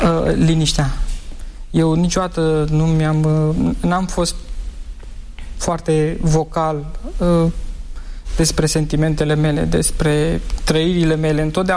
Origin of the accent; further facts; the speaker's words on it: Spain; now in Bucharest, Romania; Eu eram român, într-o țară de spanioli. Eram adventist într-o școală de catolici.